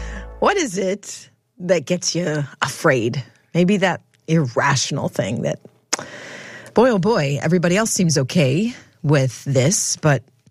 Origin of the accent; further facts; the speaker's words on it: Midwest, United States; I grew up in the Midwest, so tornadoes were the thing that...